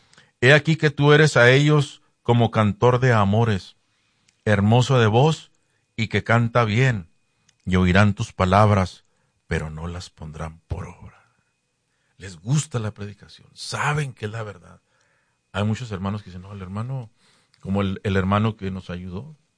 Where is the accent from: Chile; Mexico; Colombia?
Mexico; Ciudad Juárez, Chihuahua; moved away; Hombre, hermano, pues yo soy de Juárez, ¿verdad?